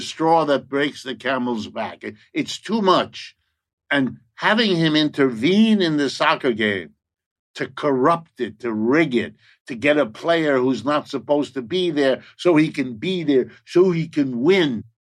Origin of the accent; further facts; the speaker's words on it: New York City, New York, United States; I got to tell you, as a New Yorker, watching the spectacle of vast parts of New York City shut down